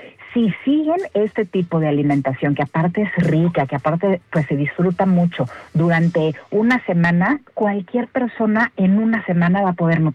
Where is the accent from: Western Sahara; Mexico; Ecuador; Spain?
Mexico